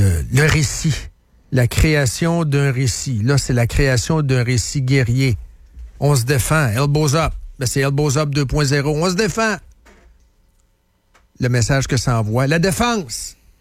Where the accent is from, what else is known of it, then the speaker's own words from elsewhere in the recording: Canada; Ah, moi, je vais au Tim. Je suis canadien.